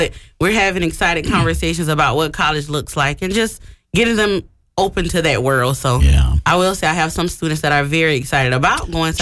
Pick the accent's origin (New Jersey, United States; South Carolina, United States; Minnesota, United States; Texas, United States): South Carolina, United States; Bishopville; I am from Bishopville, South Carolina.